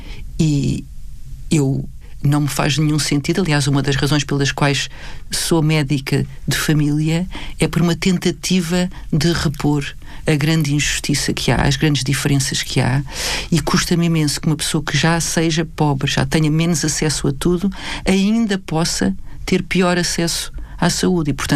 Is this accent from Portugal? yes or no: yes; Lisbon, Portugal; Então, eu fui nascida e criada em Lisboa, mesmo no centro, na zona do Rato, do Largo do Rato